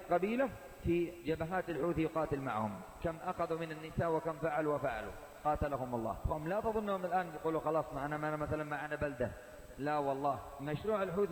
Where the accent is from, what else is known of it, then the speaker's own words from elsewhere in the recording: Yemen; عندنا في الشمال